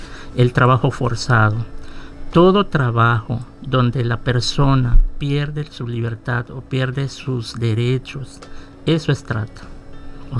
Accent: Mexico

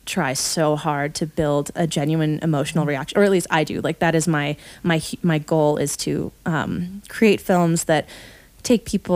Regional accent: San Diego, California, United States; moved away as an adult; also born or lived in New York City; I grew up in San Diego, and I didn't really have a film community.

